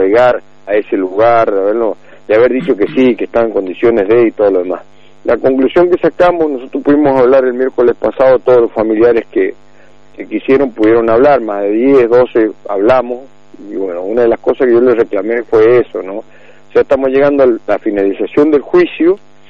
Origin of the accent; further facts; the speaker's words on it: Mendoza, Argentina; nosotros nacimos en Albino, uh-huh. nos criamos ahí